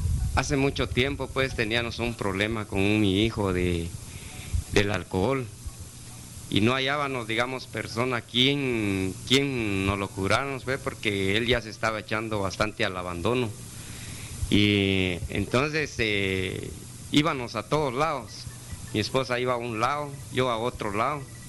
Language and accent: Spanish; Santa Rosa de Lima, Santa Rosa, Guatemala; now in Guatemala City, Guatemala; Yo soy nativo, digamos, de Santa Rosa de Lima, vivo en la colonia Maya, zona 18.